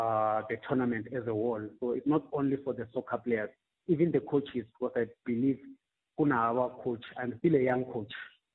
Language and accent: English; South Africa; I believe as South African we are on the right track, and yeah, we'll produce the best for the country.